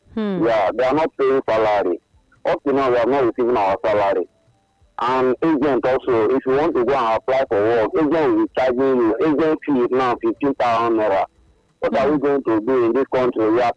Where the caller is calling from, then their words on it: Lagos, Nigeria; I'm calling from Lekki.